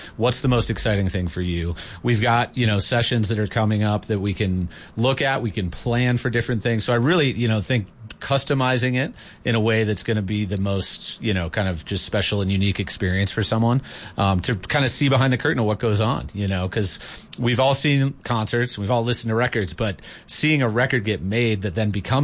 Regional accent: United States; moved away as an adult; now in Iceland; I'm an American who literally had never been to Iceland before.

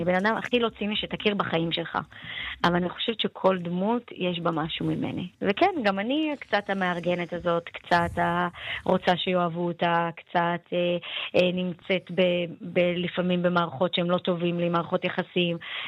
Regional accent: Northern District, Israel; אני מושב בצפון

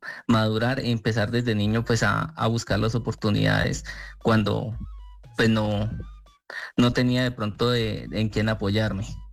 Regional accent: Choachí, Cundinamarca, Colombia; municipio de Chuachi, la verdad, es un municipio muy sano. Pues allí la verdad, pues no corría mayor riesgo, pero hubo un tiempo que sí me vine para la ciudad de Bogotá.

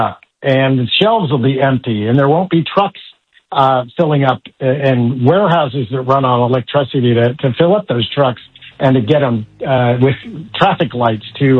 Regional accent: Iowa, United States; I grew up in the Midwest. I was an Iowa paper boy as a kid, idyllic growing up.

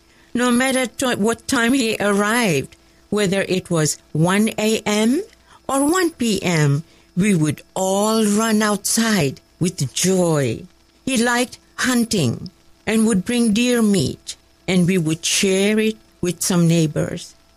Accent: Dar es Salaam, Tanzania; born there; I was born in Dar es Salaam, Tanzania, East Africa

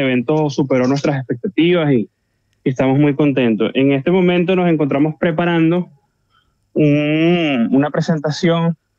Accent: Maracay, Aragua, Venezuela; Mi ciudad natal de Maracay, Venezuela.

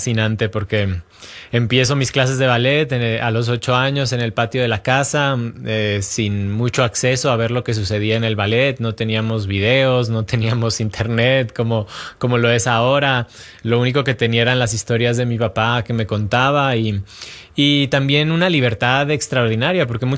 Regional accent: Mexico; Sí, es algo bien especial porque como mexicano desde niño, cuando empecé a viajar, empecé a hacer competencias

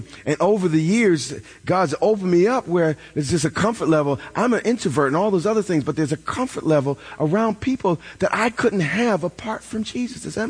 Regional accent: New York, United States

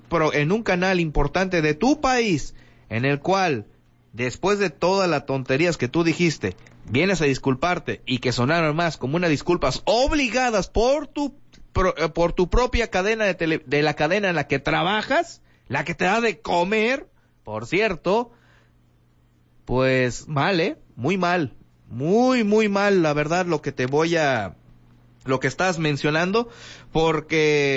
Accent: Mexico; queremos ser como los argentinos, les envidiamos prácticamente toda la vida

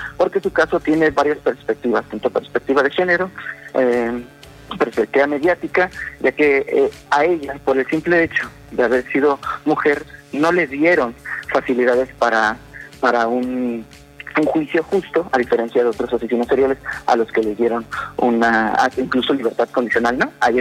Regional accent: Mexico; Y normalmente estamos acostumbrados los mexicanos como gallitos, ¿no?

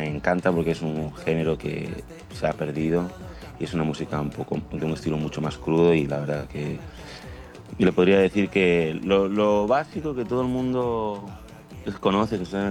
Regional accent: Spain; born there; Donde yo nací es el pulpo, los mariscos, el churrasco.

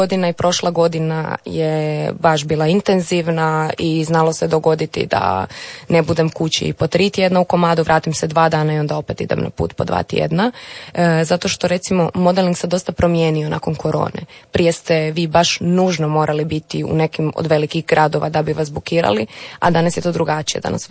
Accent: Croatia

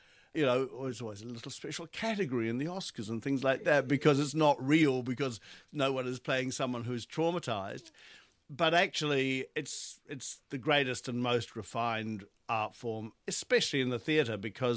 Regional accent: New Zealand; But this song, look, I grew up in New Zealand.

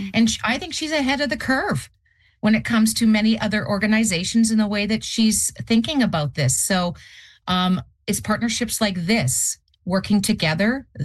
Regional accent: Canada; as a Canadian

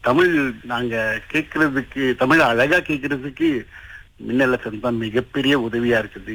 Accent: Klang, Selangor, Malaysia; also born or lived in Puchong; நான் பூச்சொங்கல பிறந்தேன், ஆனா அதன் பிறகு கில்லானுக்கு சின்ன வயசுலயே அப்பா மாறி வந்ததுனால இங்க வந்துட்டோம். அதன் பிறகு கில்லான் வாசி தான்

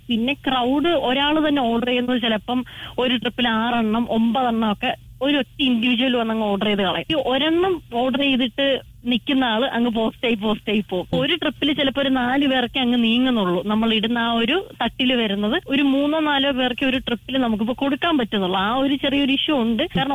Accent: Alappuzha, Kerala, India; now in Thiruvananthapuram, India; അല്ല, എന്റെ home town വരുന്നത് ആലപ്പുഴയാണ്. ജനിച്ചതും വളർന്നതും പഠിച്ചതും എല്ലാം ആലപ്പുഴയാണ്. ട്രിവാൻഡ്രത്തേക്ക് UPSC പ്രിപ്പറേഷന് വേണ്ടി മാത്രം വന്നതാണ്.

